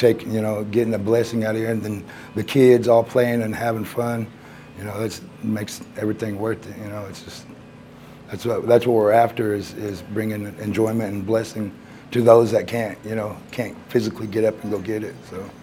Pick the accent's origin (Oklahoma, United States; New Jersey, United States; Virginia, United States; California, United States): Oklahoma, United States; Ponca City; Originally, I'm from Ponca City.